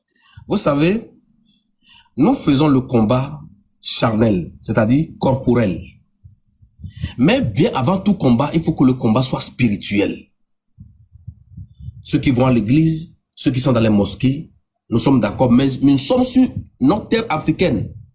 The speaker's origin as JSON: {"language": "French", "country": "Côte d’Ivoire", "tie": "born or raised there", "moved": "yes", "lives_now": "Togo", "said": "Le seul pays que … j'ai, c'est le Togo. Bien sûr que j'ai grandi en Côte d'Ivoire, j'ai fait ma carrière en Côte d'Ivoire, mais je suis africain, mais je suis togolais, d'abord."}